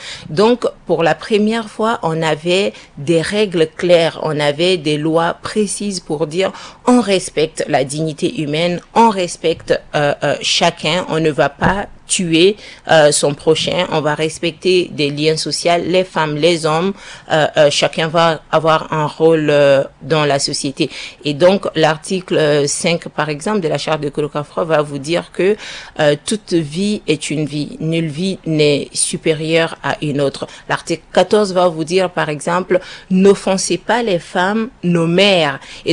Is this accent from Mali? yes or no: yes; Mali; Alors, chez nous, au Mali, nous faisons un travail de promotion des droits de l'homme basé sur les origines endogènes.